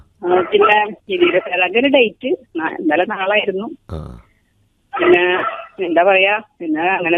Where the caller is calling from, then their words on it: Kodungallur, Kerala, India; കൊടുങ്ങല്ലേരി.